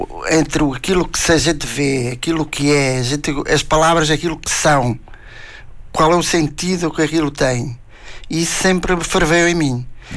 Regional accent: Portugal; E eu sou de uma aldeia de Minas de Jaltos, que era uma aldeia mineira, entre as montes.

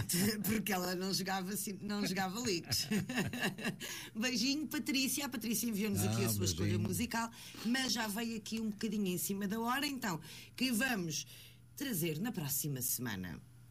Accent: Sesimbra, Setúbal, Portugal; E aqui o nosso, exatamente, o nosso regionalismo cá de Sesimbra, na nossa linguagem muito nossa

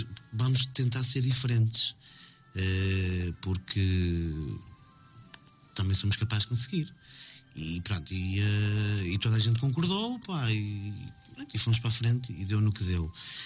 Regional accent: Portugal; Eu nasci em Cristelos, cresci em Cristelos

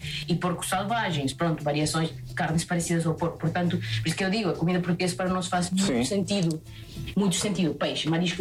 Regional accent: Amazon area, Peru; Portuguese is a second language; Mas sim, e por acaso, de onde eu sou, que é o rio Ucayali.

